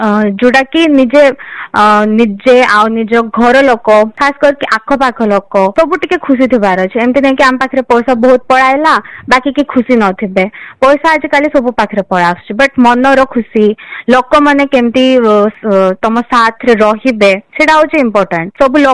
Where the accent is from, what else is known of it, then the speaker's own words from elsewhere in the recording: Kotpad, Odisha, India; but mainly ମୋର focus ଅଛି ମୁଁ ମୋ ଗାଁକୁ କେମିତି ଆଗରେ ନେବି